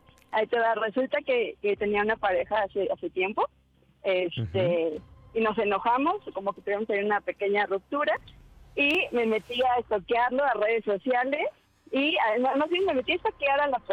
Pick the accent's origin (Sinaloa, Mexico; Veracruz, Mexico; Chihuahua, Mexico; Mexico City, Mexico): Mexico City, Mexico; Tengo 32 años de aquí, de la Ciudad de México.